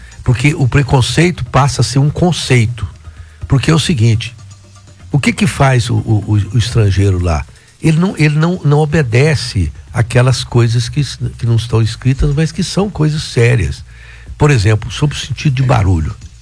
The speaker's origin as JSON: {"language": "Portuguese", "country": "Brazil", "said": "Eu falei, gente, eu sou brasileiro também."}